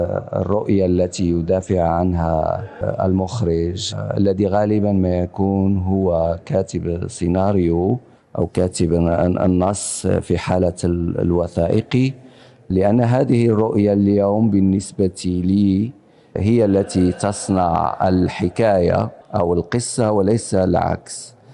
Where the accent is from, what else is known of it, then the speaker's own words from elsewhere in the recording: Morocco; أنا منتج من المغرب، أعمل ما بين المغرب وفرنسا، أنتج تقريبا منذ 20 سنة